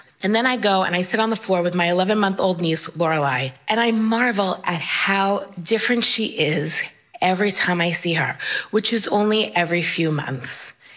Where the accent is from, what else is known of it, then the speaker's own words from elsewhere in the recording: Queens, New York, United States; I'm from Queens, New York, and I'm a storyteller.